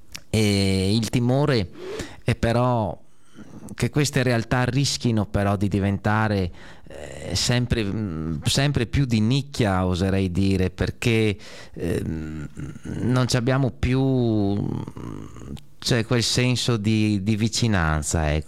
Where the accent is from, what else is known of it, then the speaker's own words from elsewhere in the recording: Due Carrare, Veneto, Italy; nel mio paese, ecco, finisce martedì, mi sembra, ecco, con i fuochi a Due Carrare